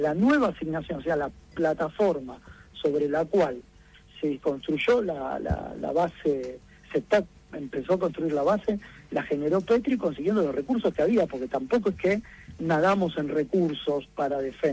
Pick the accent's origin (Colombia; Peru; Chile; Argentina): Argentina